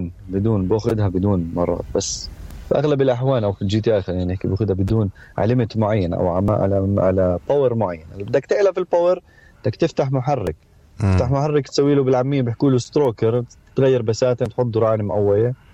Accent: Palestine; عندنا في فلسطين

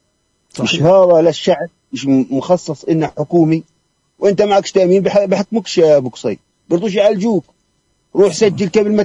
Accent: Palestine; انا بحكي بمنطلق العاطفه وبمنطلق اني ابن فلسطين انا بعنيني كل واحد بفلسطين

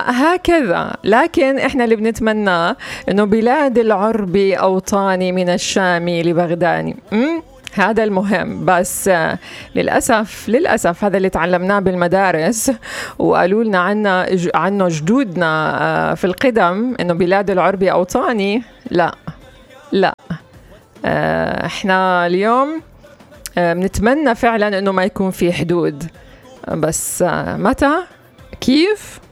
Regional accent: Palestine; يعني إحنا كفلسطينيين

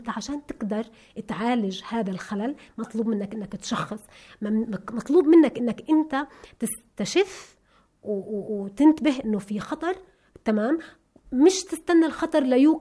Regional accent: Palestine; وصير منظري انا كانسان فلسطيني امام العالم

